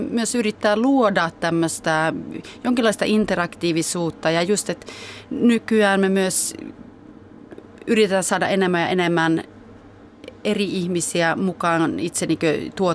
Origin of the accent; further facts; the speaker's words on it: Hallstahammar, Västmanland, Sweden; mä oon Hallstahammerista kotoisin